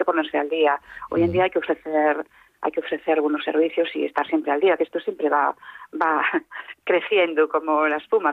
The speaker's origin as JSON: {"language": "Spanish", "town": "Narón", "region": "Galicia", "country": "Spain", "moved": "as an adult", "lives_now": "Ferrol, Spain", "said": "yo soy de Pedroso, de Narbonne."}